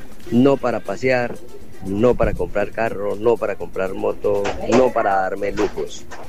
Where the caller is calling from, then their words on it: Yondó, Antioquia, Colombia; Hablo de Yondó, el hermoso municipio de Antioquia.